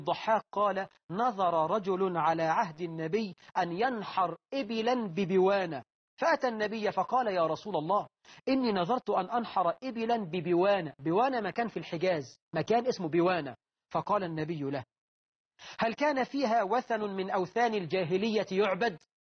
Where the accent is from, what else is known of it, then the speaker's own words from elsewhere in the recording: Egypt; عندنا في مصر